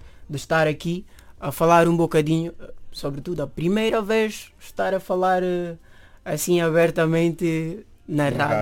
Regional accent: Manjak area, Guinea-Bissau; accent: Manjak / Guinea-Bissau Creole; Eu também gosto de falar o meu dialeto, que é mandiaco, além de crioulo, né?

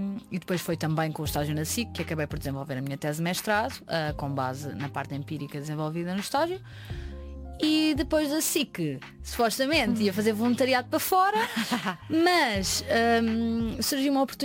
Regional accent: Lisbon, Portugal; Eu sou de Lisboa, nascida, criada, com uma enorme ligação ao Ribatejo, nomeadamente a Mação, que é o centro do país.

